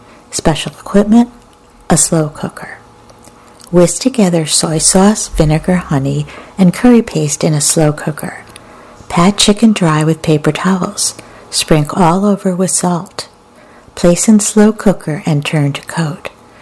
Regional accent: Australia; When I was growing up in Australia, my mom would cut a giant wedge of watermelon, slice a cheek of sun-ripened mango

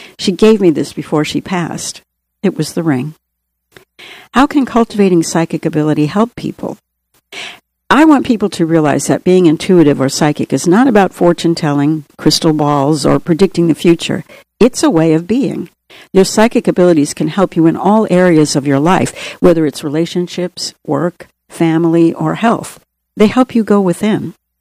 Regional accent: Boston, Massachusetts, United States; I was raised in Boston in an Irish Catholic Italian family, and I recognized I was very intuitive.

